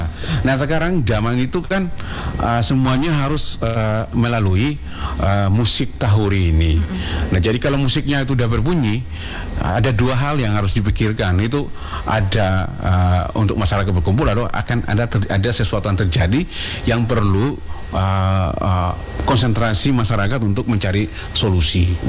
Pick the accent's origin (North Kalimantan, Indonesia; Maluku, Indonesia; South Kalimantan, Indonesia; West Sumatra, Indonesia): Maluku, Indonesia